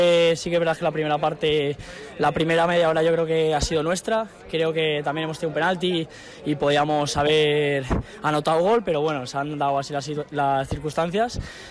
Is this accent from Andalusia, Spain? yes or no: no; Tres Cantos, Community of Madrid, Spain; tengo 22 años casi y nada, llevo 2 años en el club de mi pueblo